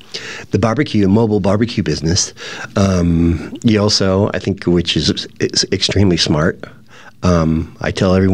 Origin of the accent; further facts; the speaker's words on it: San Diego, California, United States; now in Ashland, United States; I'm from San Diego, and LA is kind of a dirty word for San Diegans.